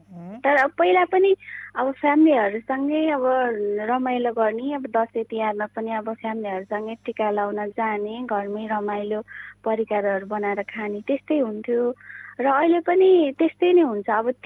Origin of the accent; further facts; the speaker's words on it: Udayapur, Koshi Province, Nepal; अनि मेरो घर चाहिँ उदयपुर हो